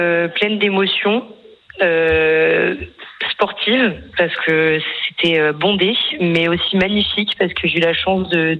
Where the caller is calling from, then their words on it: Bordeaux, Nouvelle-Aquitaine, France; Je suis à Bordeaux